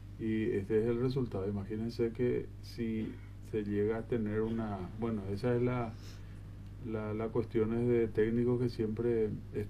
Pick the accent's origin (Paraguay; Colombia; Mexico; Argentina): Paraguay